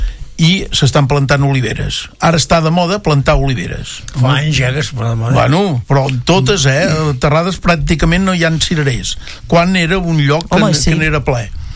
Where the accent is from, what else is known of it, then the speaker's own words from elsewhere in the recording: Figueres, Catalonia, Spain; Jo sóc de Figueres, escut de Figueres.